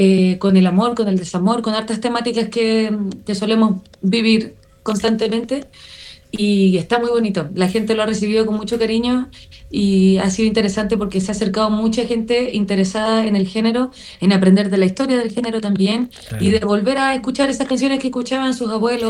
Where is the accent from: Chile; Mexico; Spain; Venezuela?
Chile; Punta Arenas, Magallanes and Chilean Antarctica; now in Santiago, Chile; yo la verdad soy de Punta Arenas toda la vida, pero vivo en la capital actualmente